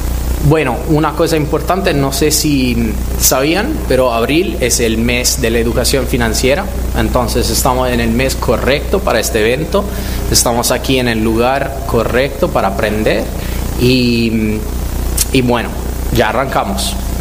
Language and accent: Spanish; Italy; moved away as an adult; now in United States; Yo soy italiano y llevo 10 años aquí en Estados Unidos. Desde cuando me mudé a Estados Unidos